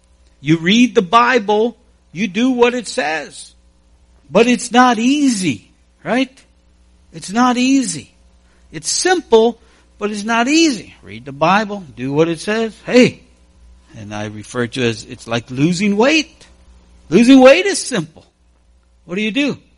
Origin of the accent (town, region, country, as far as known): United States